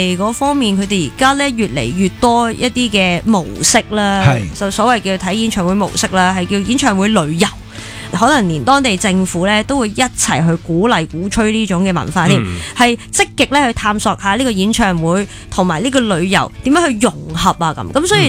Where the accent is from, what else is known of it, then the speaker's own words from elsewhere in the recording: Hong Kong; 我哋香港人未去过内地睇 show 嘅